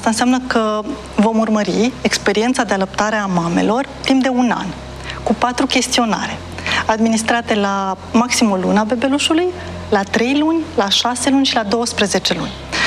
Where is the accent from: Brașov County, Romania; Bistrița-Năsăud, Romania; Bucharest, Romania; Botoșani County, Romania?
Brașov County, Romania; Brașov; în Brașov, acolo de unde sunt eu